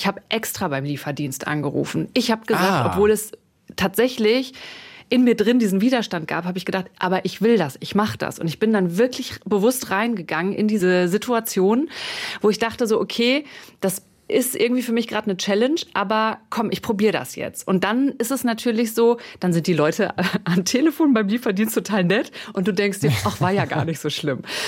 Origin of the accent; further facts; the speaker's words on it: North Rhine-Westphalia, Germany; moved away; ich komme ursprünglich aus dem Sauerland. Und im Sauerland ist das nicht so wie in den Großstädten.